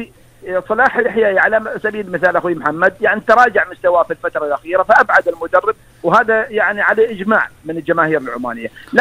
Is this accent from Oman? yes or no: yes; Oman; زي ما اتمنى لبلدي ان تفوز بكاس الخليج